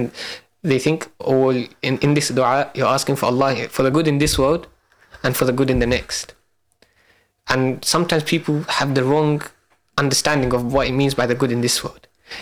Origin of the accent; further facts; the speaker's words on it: Tower Hamlets, London, United Kingdom; I grew up in Tauhamless.